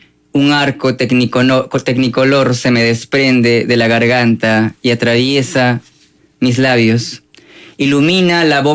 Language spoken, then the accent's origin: Spanish; Peru; now in New York, United States; Como peruano, me siento, o sea, me siento muy bien estando en una ciudad tan grande como Nueva York